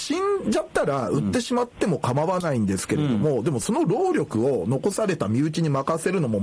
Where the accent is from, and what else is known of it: Aomori, Japan; born or raised there; now in Tokyo, Japan